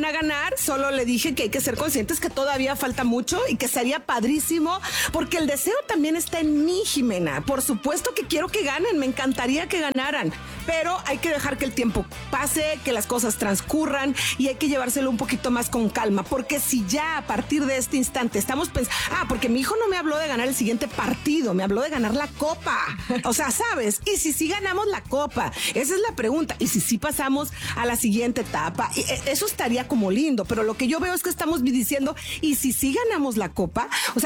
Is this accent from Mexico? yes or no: yes; Mexico; hoy todos estamos unidos como mexicanos y como país